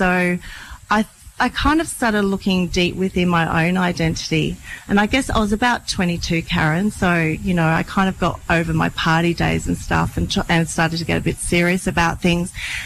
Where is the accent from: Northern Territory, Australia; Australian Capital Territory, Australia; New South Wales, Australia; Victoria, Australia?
Australian Capital Territory, Australia; Canberra; born there; moved away as an adult; also born or lived in Sydney (Gadigal country) / Japan; So I grew up in Canberra, Ngunnawal country.